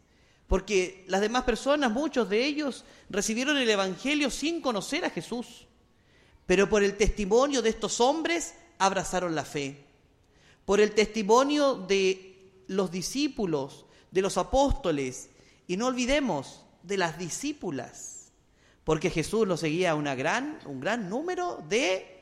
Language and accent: Spanish; Andacollo, Coquimbo, Chile; Soy sacerdote andacollino. No sé si conocen algunos esa tierra.